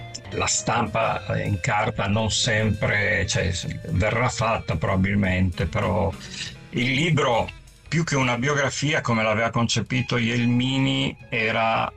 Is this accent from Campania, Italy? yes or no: no; Ivrea, Piedmont, Italy; io sono di Ivrea